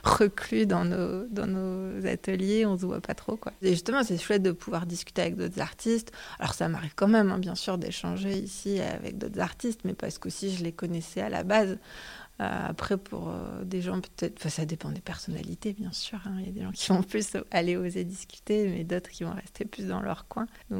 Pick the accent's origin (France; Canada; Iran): France; Toulouse, Occitanie; now in Le Havre, France; Alors, ça fait 11 ans que je suis au Havre, mais à la base, je suis de Toulouse.